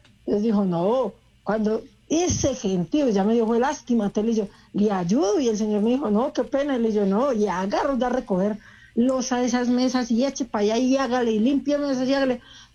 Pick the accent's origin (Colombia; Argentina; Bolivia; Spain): Colombia; Manizales, Caldas; Yo soy de Manizales, Caldas, la ciudad